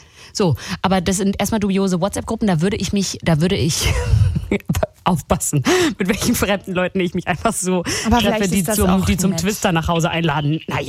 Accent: Berlin, Germany; born there; ich bin in Berlin geboren und habe auch in Berlin studiert

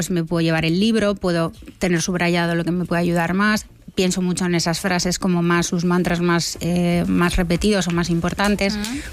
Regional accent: Bilbao, Basque Country, Spain; Bueno, lo primero es que yo soy de Bilbao y no voy en avión nunca a Bilbao.

